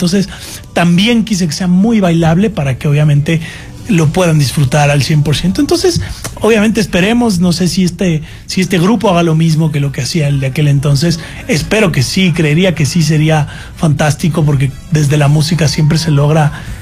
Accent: Ecuador; los ecuatorianos no nos rendimos.

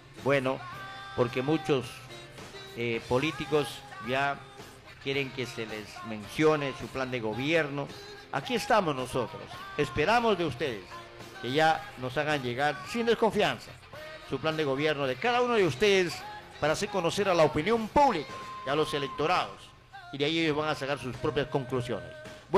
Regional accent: Peru; nosotros como buenos peruanos

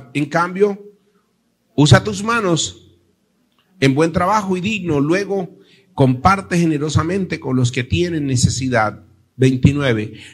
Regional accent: Caribbean Region, Colombia; accent: costeño; yo soy costeño y hablo a veces muy rápido

